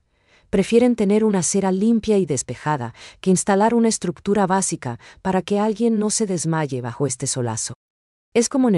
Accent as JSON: {"language": "Spanish", "country": "Paraguay", "said": "nos toca el orgullo como paraguayos."}